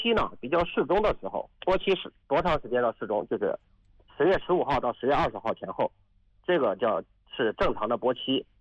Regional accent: Yingshang, Anhui, China; 我的老家颍上县

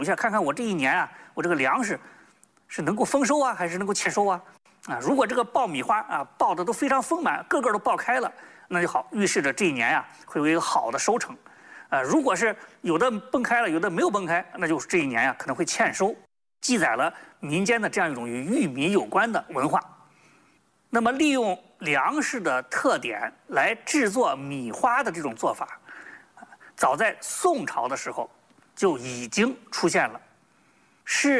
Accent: China

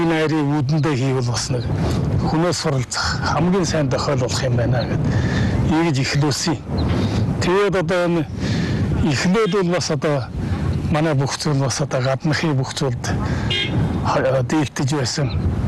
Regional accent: Hulunbuir, Inner Mongolia, China

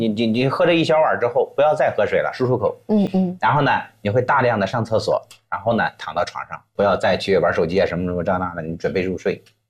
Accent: China; 那对于我们中国人而言的话呢，我们喜欢相对。

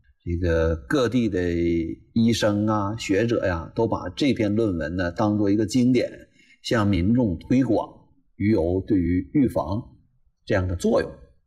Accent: China; 我们中国人

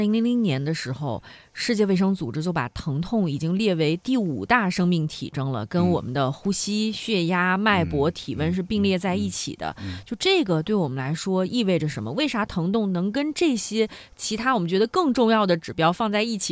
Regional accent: China; 我们中国人从小就被教育要坚强

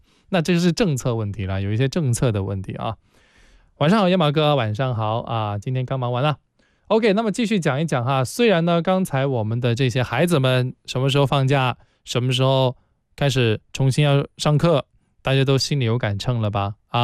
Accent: Guangdong, China

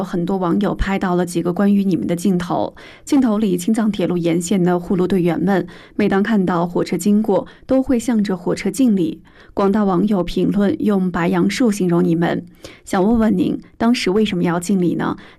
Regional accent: Tibet, China

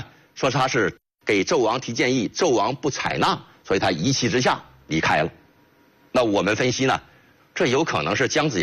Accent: China; 我们中国人的精神追求

